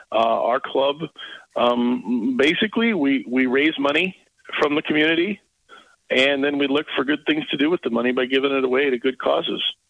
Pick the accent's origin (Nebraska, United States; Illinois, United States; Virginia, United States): Illinois, United States; Mascoutah; So Muscoota is my hometown. I moved all the way to Shiloh, 10 miles away, when I got married and graduated from college. In 2006, I came back to Muscoota for work